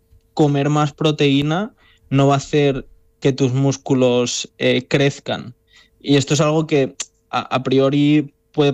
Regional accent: Castilla-La Mancha, Spain; moved away as an adult; now in Melbourne, Australia; volver a mi tierra, aunque sea a través de la radio.

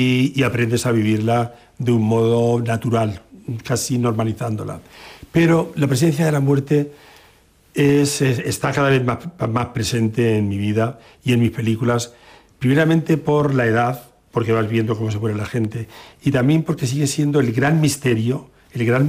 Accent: Calzada de Calatrava, Castilla-La Mancha, Spain; born there; moved away; Como si fuera Calzada, porque Calzada ha cambiado demasiado de fisonomía. Ha cambiado la estética del pueblo y Almagro sigue siendo el pueblo manchego que yo recuerdo de pequeño.

